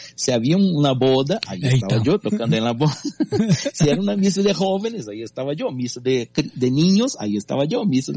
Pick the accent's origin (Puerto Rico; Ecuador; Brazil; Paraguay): Brazil; yo soy un brasileño raro.